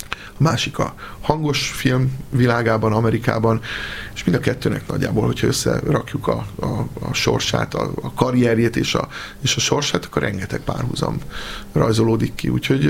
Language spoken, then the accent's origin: Hungarian; Eger, Heves, Hungary; Jaj, de jó, én egri vagyok, és én ott ültem fel.